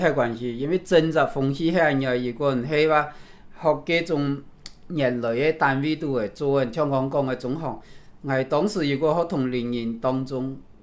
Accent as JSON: {"language": "Cantonese", "region": "Guangdong", "country": "China", "said": "两个班都系只有我一个广东人"}